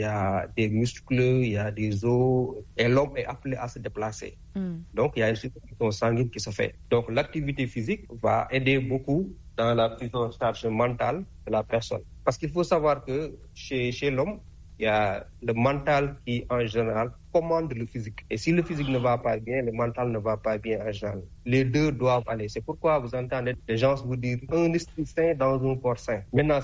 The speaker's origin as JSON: {"language": "French", "country": "Senegal", "said": "chez nous au Sénégal"}